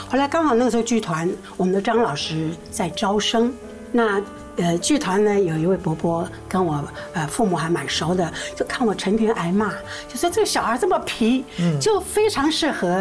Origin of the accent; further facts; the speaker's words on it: Taiwan; 我是台湾土生土长的，有很多人呢、啊，很多观众朋友啊，都以为我是大陆过来的。其实因为听我这个口音吧